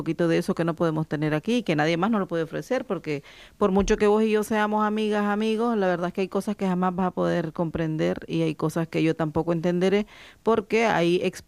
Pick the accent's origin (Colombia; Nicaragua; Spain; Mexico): Nicaragua; Y yo, por ejemplo, soy del norte de Nicaragua y también pues soy de origen campesino. Mis padres son campesinos y luego también viví en la ciudad.